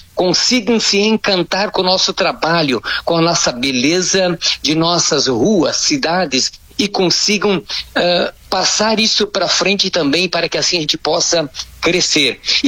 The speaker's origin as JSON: {"language": "Portuguese", "country": "Brazil", "said": "nós, como brasileiros"}